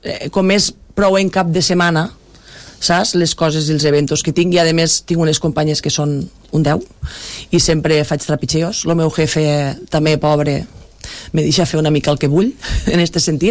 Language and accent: Catalan; Roquetes, Catalonia, Spain; crec que vinc de Roquetes